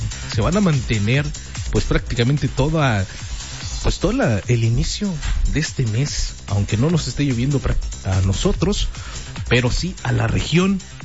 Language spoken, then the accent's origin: Spanish; Mexico; de nosotros como mexicanos